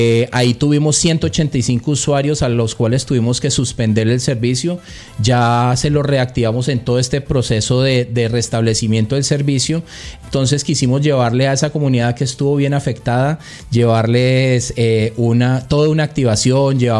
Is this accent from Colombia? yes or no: yes; Cali, Valle del Cauca, Colombia; también como caleños, como una empresa caleña